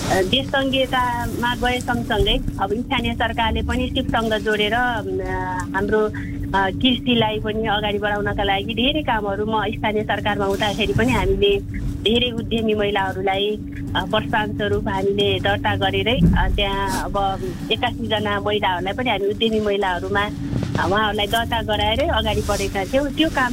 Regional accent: Baglung, Gandaki Province, Nepal

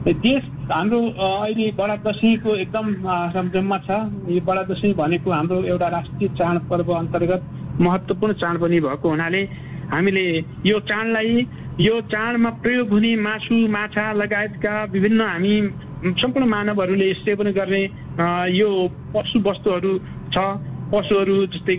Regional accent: Baitadi, Sudurpashchim Province, Nepal; now in Kathmandu, Nepal; म सुदूरपश्चिम बैतडी हो सर, जन्म काठमाडौँमा त अस्थायी रूपमा मात्रै हो।

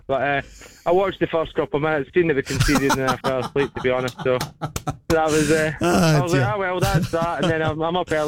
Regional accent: Northern Ireland, United Kingdom; born there; Well, the good thing is I'm actually born from Northern Ireland, so there you go.

